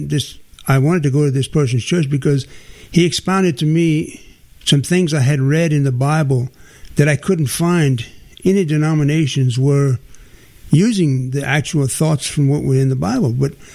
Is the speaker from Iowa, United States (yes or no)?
no; Marksville, Louisiana, United States; born there; I was born in Marksville, Louisiana. It's a small community where I went to a Christian school.